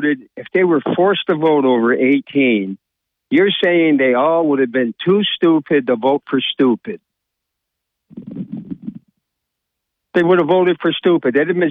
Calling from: Vestal, New York, United States; from Vestal

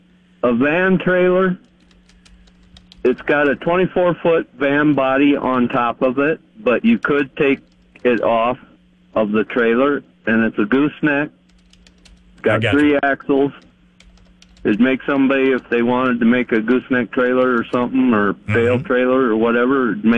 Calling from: South Dakota, United States; South Dakota.

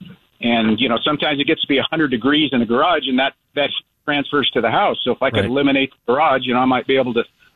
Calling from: Wentzville, Missouri, United States; I'm calling from Wentzville, Missouri.

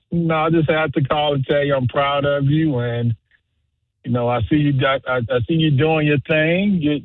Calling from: Chicago, Illinois, United States; And I'm watching from Chicago.

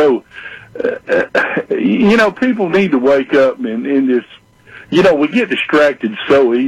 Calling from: United States; as an American

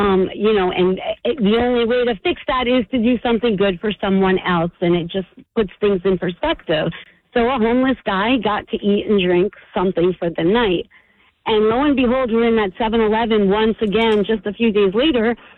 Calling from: Howell, New Jersey, United States; Hey, hi. I'm from Howell.

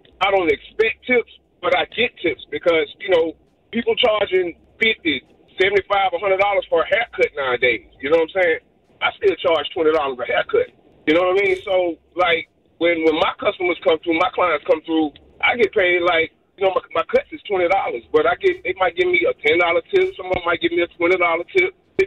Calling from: Winston-Salem, North Carolina, United States; I'm from Winston

